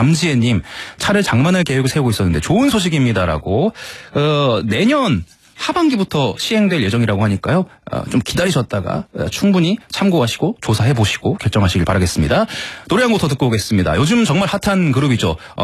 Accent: Jeonju, North Jeolla, South Korea; 아, 제 고향이 전주인데 여기도 이렇게 덥네요.

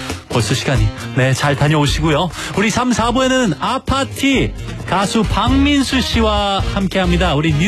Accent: Singapore; 저는 싱가포르를 초중고를 다 살고 왔거든요. 그래서 어떻게 보면 저의 고향 같은 그런 느낌도 없잖아 있는데

